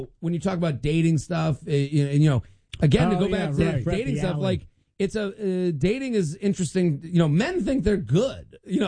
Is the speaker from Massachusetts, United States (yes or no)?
yes; Needham, Massachusetts, United States; I'm from Needham, Massachusetts as well.